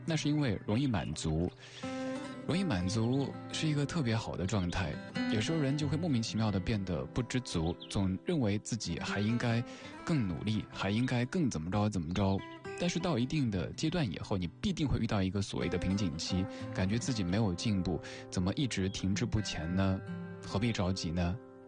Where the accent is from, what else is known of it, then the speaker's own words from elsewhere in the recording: Chengdu, Sichuan, China; now in Beijing, China; 因为生活在我们的家乡成都，一切都是非常非常慢的。如你所知，成都是一座超级慢的城市